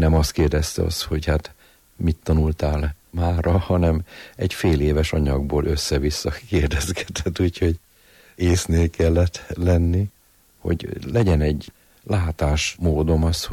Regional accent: Budapest, Hungary; A Mátyás templomba nőttünk föl, minisztráns voltunk

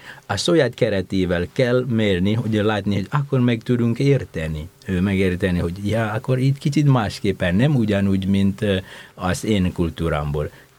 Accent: Indonesia; Hungarian is a second language; moved away as an adult; now in Hungary; Indonéziából származom

